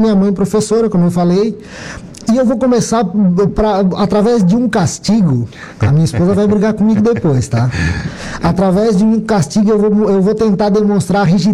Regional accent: Criciúma, Santa Catarina, Brazil; also born or lived in Içara / Balneário Rincão; eu sou natural, né, de Criciúma. Eu nasci e fui adotado.

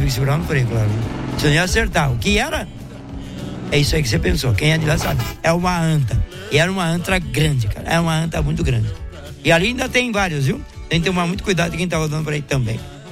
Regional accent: São Paulo, Brazil; É que São Paulo, sou de São Paulo.

